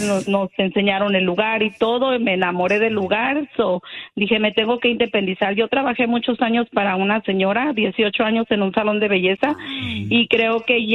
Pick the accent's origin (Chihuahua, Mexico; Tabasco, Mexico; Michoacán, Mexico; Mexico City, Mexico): Michoacán, Mexico; also born or lived in Los Angeles; now in Las Vegas, United States; Bueno, me fui de Michoacán para Los Ángeles porque mis papás nos trajeron para acá. Yo estaba un poquito más joven, entonces después me mudé para Las Vegas